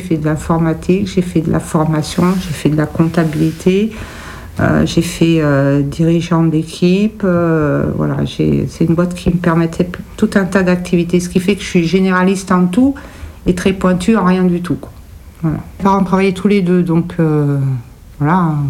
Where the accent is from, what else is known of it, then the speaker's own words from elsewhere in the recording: France; born there; Moi, je suis née en France, j'ai appris à manger des produits français.